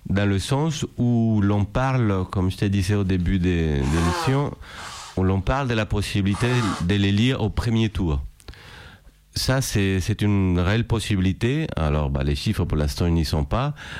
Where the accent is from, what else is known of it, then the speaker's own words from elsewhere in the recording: Colombia; moved away; je suis retourné dans mon quartier, là où j'ai grandi